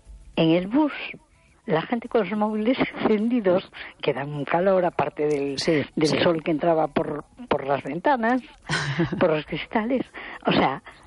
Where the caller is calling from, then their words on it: A Coruña, Galicia, Spain; de Coruña.